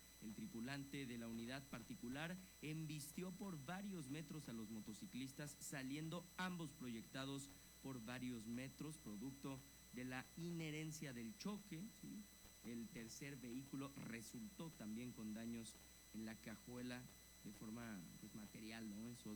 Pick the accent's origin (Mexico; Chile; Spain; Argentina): Mexico; todos somos mexicanos, todos estamos en este mismo país